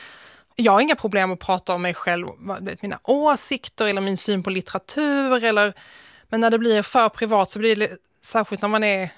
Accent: Malmö, Skåne, Sweden; born or raised there; also born or lived in Nötesjö

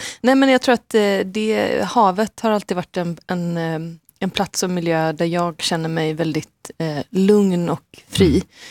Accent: Gothenburg, Västra Götaland County, Sweden; Jag är liksom uppvuxen här i Göteborg och spenderade somrarna ute på Hälsö, Göteborgs norra skärgård.

